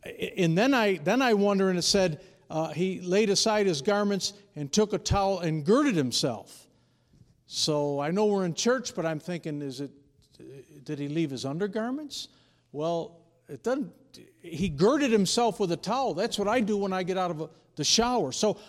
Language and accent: English; New York, United States; I'm an Italian from New York, so you have to bear with me.